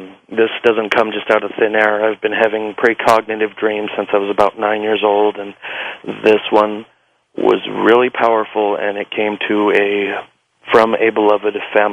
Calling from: Pueblo, Colorado, United States

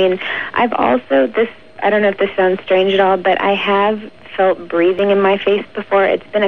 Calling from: Modesto, California, United States; from Modesto, California.

